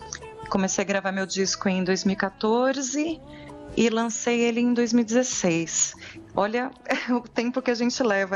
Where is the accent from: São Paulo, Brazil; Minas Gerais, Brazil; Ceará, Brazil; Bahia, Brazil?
São Paulo, Brazil; Santo André; moved away as an adult; also born or lived in Los Angeles; now in São Paulo, Brazil; Eu sou do ABC, sou lá de Santo André, e eu me mudei para São Paulo em 2000. E aí o resto da vida é aqui.